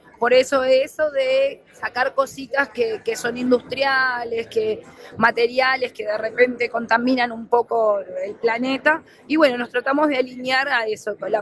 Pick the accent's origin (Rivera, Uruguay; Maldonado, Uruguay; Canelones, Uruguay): Canelones, Uruguay; Ciudad de la Costa; nosotros somos de Ciudad de la Costa